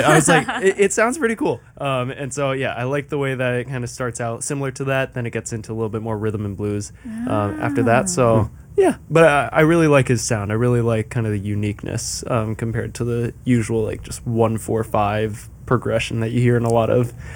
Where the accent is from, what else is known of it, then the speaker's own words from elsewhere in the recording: San Francisco, California, United States; growing up in San Francisco.